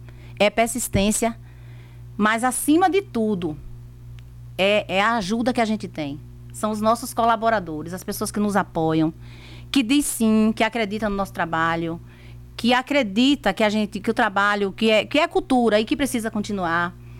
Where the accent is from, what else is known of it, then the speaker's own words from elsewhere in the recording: Brazil; Eu sou brasileira, também sou brasileira